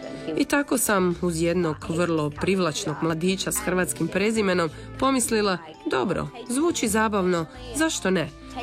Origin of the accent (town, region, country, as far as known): Perth, Western Australia, Australia; born or raised there; now in Podgora, Croatia